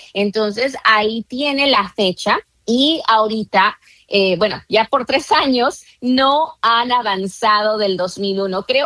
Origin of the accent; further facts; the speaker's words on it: Mexico; now in United States; nosotros los mexicanos